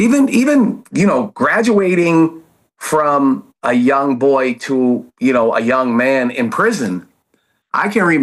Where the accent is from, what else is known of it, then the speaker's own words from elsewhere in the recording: Boston, Massachusetts, United States; I grew up in the city. I grew up in Dorchester, Massachusetts, a rough neighborhood. And, you know, I'm one of nine kids. I'm the middle of nine kids.